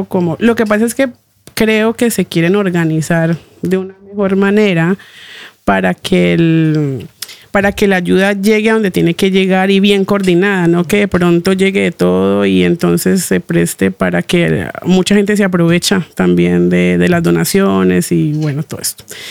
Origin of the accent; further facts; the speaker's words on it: Palmira, Valle del Cauca, Colombia; Pues afortunadamente el susto, como decimos, porque pues yo soy de Palmira, cerca a Cali. Y pues no hubo ni de hecho daños materiales.